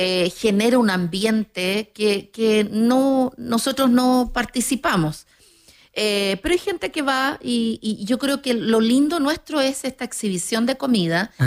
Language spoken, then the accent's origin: Spanish; Curacaví, Santiago Metropolitan Region, Chile; moved away; antes mi infancia fue en Curacaví